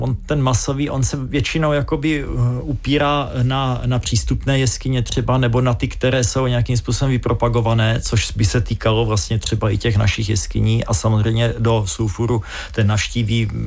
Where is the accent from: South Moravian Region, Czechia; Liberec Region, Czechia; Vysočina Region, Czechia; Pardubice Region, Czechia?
South Moravian Region, Czechia; Brno; já jsem Brňák. Tak, tam musí být poznat z toho, jak mluvím